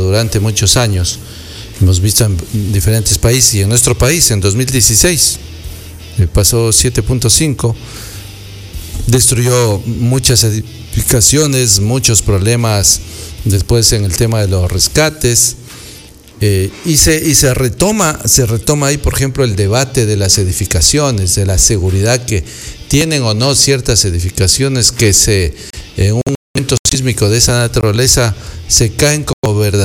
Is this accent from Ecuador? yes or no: yes; Ecuador; nosotros como ecuatorianos